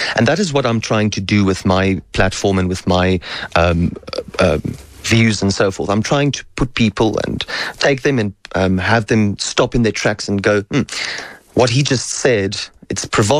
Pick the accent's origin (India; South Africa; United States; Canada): South Africa; But I do feel like her calling me out for speaking on issues I, as a South African, find relevant